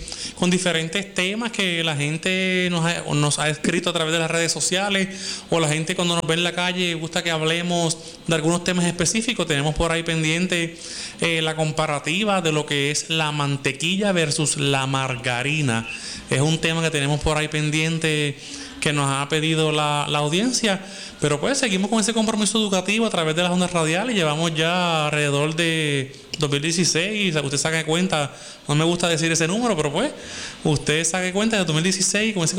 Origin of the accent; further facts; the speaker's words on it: Lajas, Puerto Rico; yo soy también de allá de Lajas. Yo también soy de allá de Lajas